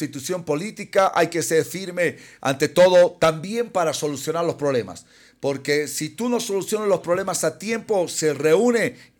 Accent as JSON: {"language": "Spanish", "country": "Bolivia", "said": "Cuando todos somos bolivianos"}